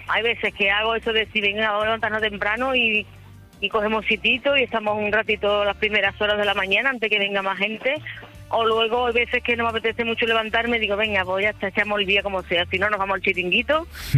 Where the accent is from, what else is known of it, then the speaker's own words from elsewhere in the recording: Seville, Andalusia, Spain; me bajaré para Sevilla, ese viaje, que quiero estar en mi tierra estos dos mesecitos